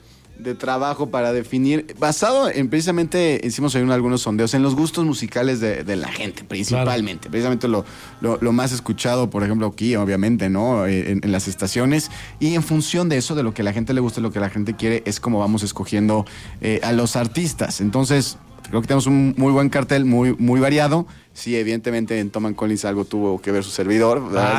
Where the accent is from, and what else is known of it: Mexico